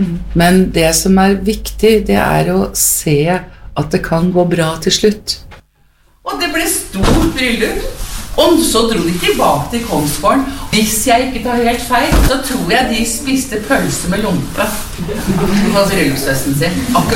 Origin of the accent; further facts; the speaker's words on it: Heggedal, Akershus, Norway; born there; fire- og femåring foran radioapparatet hjemme på Heggedal.